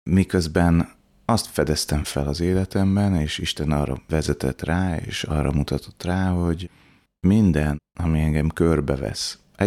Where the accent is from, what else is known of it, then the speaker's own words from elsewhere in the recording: Budapest, Hungary; Egy 4 gyermekes családba születtem. Szüleim nagyon-nagyon hittel neveltek bennünket. Tehát nem volt kérdés az, hogy este imádság van, az sem volt kérdés, hogy a hét napján minisztrálunk a közeli Szent Családtemplomban Budapesten, a 6. kerületben.